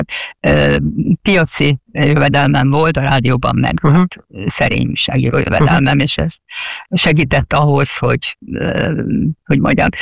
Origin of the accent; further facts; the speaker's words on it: Hungary; moved away as an adult; now in England, United Kingdom; De én abszolút magyar vagyok, tehát nálam magyarabb magyar nincs a földön szerintem.